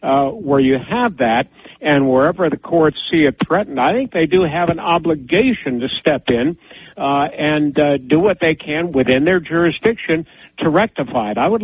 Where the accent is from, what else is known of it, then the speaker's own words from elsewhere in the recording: Marietta, Georgia, United States; Well, right here in my hometown in Marietta, Georgia, be out there parading.